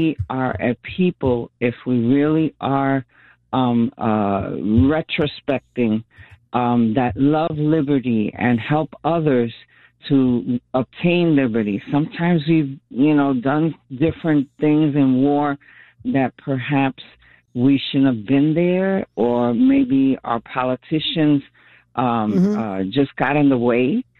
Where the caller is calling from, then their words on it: New York, United States; I'm a Bronx girl